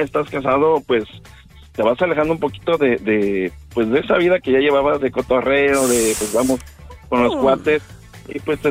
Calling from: León, Guanajuato, Mexico; No hablo de Mexicali, pero hablo de León, Guanajuato.

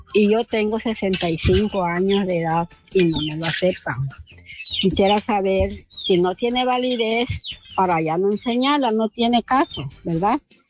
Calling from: Palo Blanco, Chiapas, Mexico; yo soy de aquí de Palo Blanco, municipio de Acapetagua.

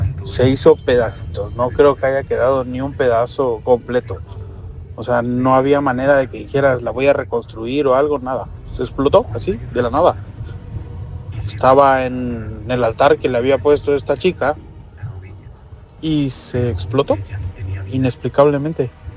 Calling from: Berriozábal, Chiapas, Mexico; yo vivo en Berriozábal ahorita.

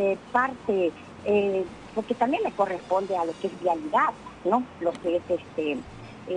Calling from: Mexico; Yo como ciudadana de aquí del barrio San Sebastián

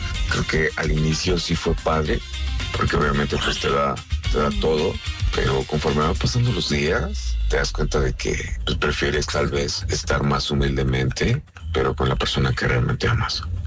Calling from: Mexico City, Mexico; soy de la Ciudad de México.

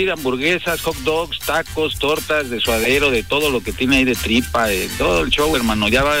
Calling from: Tlalnepantla, State of Mexico, Mexico; de Tlanepantla.

